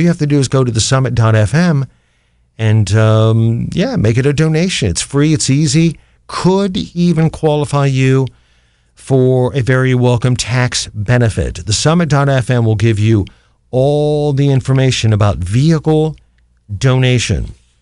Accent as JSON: {"language": "English", "town": "Canton", "region": "Ohio", "country": "United States", "tie": "born or raised there", "said": "non-commercial public radio for Akron and my hometown of Canton, the Hall of Fame city"}